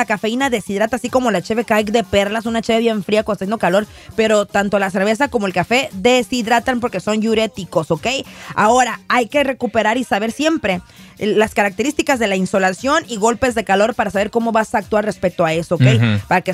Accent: Bakersfield, California, United States; moved away; Vengo de Bakersfield también

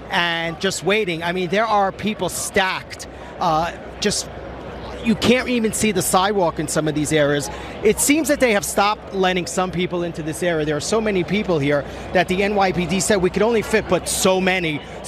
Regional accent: Brooklyn, New York, United States; Yeah, I grew up in Brooklyn, too.

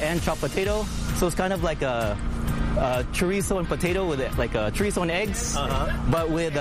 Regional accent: Philippines; I didn't want to pigeonhole myself into being just a Filipino food truck. Even though I'm Filipino, I'm more of I'm a chef first.

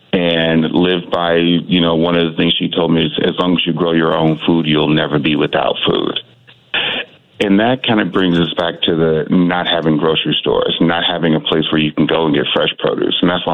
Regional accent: Ford Heights, Illinois, United States; I am a native of Ford Heights, born and raised in Ford Heights, went to all of the schools in Ford Heights

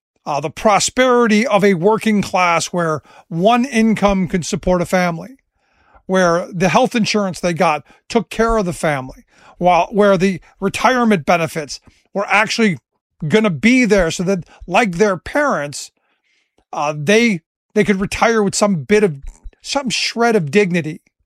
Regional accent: Cleveland, Ohio, United States; I go back to my hometown of Cleveland.

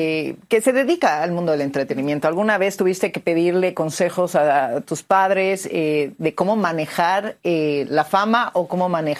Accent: Mexico; also born or lived in England / United States; Soy mexicana, nací en México, mi padre es inglés, entonces también soy inglesa, pero en México era la extranjera y en Inglaterra era la mexicana

